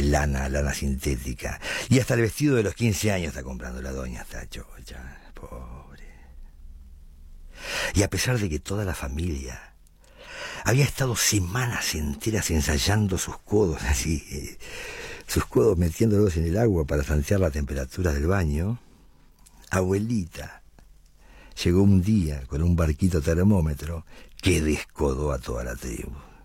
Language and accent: Spanish; Uruguay; decía yo, sin darme cuenta, como buen uruguayo, que en cualquier parte del mundo lo más importante es el bebé y no el regalo.